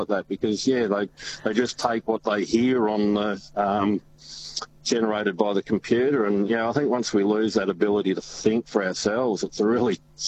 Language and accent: English; Berwick, Victoria, Australia; like where I grew up around Berwick, like the cooler up the asparagus